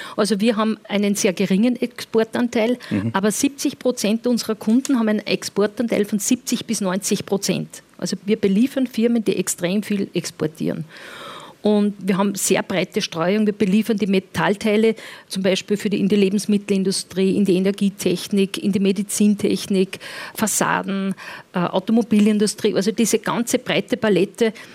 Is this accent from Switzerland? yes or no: no; Upper Austria, Austria; accent: Upper Austrian dialect; ich sage als Oberösterreicherin, wenn ich ein bisschen flapsig rede, das liegt dann irgendwo, wenn ich mein Dialekt ein bisschen reinfalle.